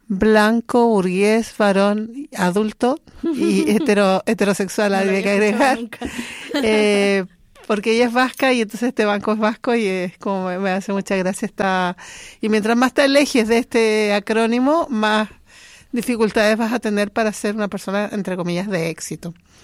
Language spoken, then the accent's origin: Spanish; Chile; now in Spain; llevaba como 20 años viajando como chilena por el mundo